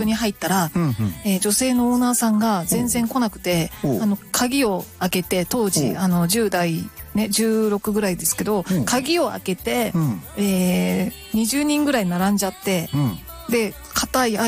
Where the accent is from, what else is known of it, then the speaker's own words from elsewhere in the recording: Kagawa, Japan; 実は私、あの地元の香川県にいる頃にですね、あの31で、うん、バイトしてたことがあるんですけど